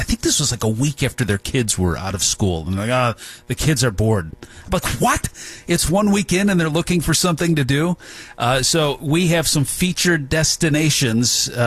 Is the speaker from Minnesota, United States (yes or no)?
no; Chicago, Illinois, United States; I took my daughter to a trip, this is years ago, to Chicago, and was showing her, this is my hometown